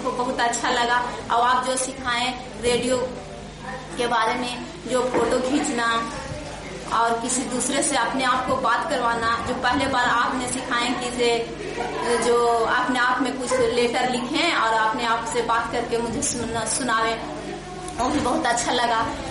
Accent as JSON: {"language": "Hindi", "town": "Deo", "region": "Bihar", "country": "India", "said": "मैं देव की रहने वाली हूँ, मैं यहाँ की दो हूँ"}